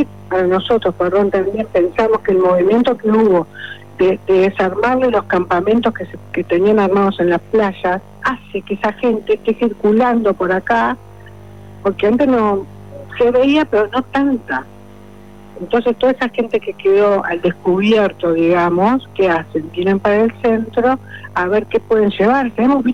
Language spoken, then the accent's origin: Spanish; Punta del Este, Maldonado, Uruguay; todos los que somos de acá de Punta del Este